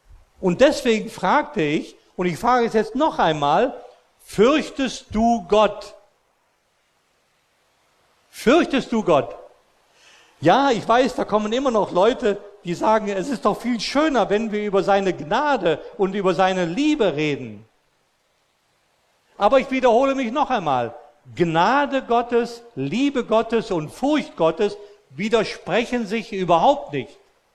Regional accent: Austria; Ich bin ja in Österreich groß geworden, als römisch-katholischer Christ, ordentlich erzogen und so weiter.

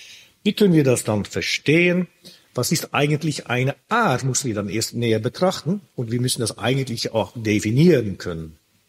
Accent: Netherlands; Ursprünglich komme ich aus Holland, in den Niederlanden eigentlich, da habe ich auch studiert, da habe ich meine Promotionsforschungen gemacht.

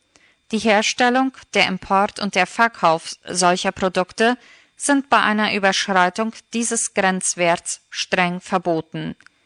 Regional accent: Paraguay

